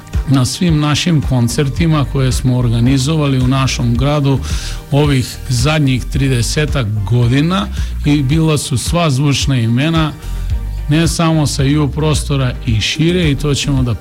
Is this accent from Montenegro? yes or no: no; Kumanovo, Northeastern, North Macedonia; Ja dolazim iz Kumanova. Kumanovo je najveća opština u Makedoniji, ima preko 100.000 stanovnika i to je multikulturna opština